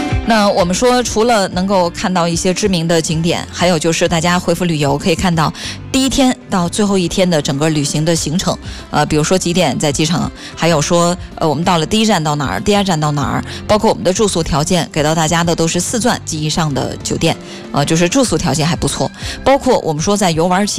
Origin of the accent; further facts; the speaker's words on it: Fuzhou, Fujian, China; 我们福州人